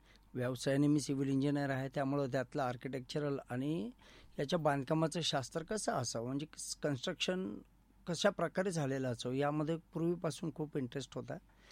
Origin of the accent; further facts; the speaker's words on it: Ahmednagar, Maharashtra, India; मूळचा नगरचा आणि माझं बालपण पण अहमदनगरमध्येच.